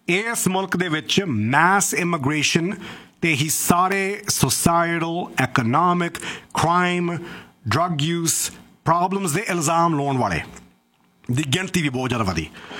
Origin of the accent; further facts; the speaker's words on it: Canada; ਅਸੀਂ ਤਾਂ ਇੱਥੇ ਜੰਮੇ ਪਲੇ ਹਾਂ